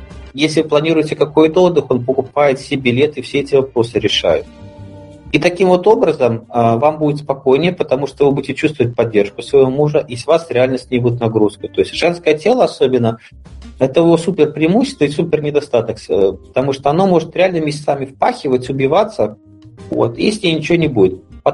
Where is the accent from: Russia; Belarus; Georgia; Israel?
Belarus; Я из Беларуси, Александр Григорьевич Лукашенко, тоже видно, что бегает, аки конь пашет.